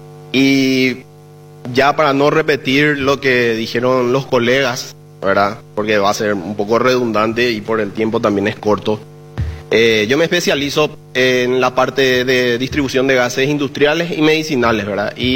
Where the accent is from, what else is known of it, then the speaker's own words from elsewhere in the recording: Paraguay; Creo que como paraguayo que soy, también quiero una independencia energética